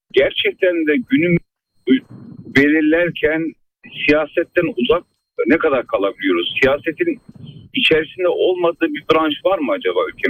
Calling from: Germany; Ben Almanya'dan arıyorum. … 1 yaşındayım.

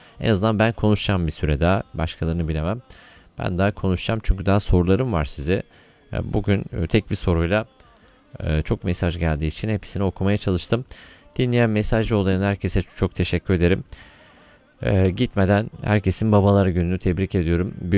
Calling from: Istanbul, Turkey; Abi merhaba … İstanbul'dan.

